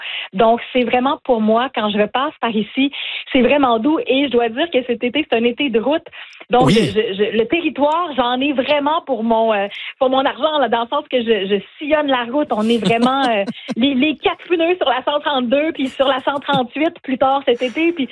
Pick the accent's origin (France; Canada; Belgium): Canada; Maria, Quebec; Je suis à Matane, je me sens dans mon patelin, pas très loin de chez moi, d'où je viens, de la Gaspésie, de la baie des Chaleurs.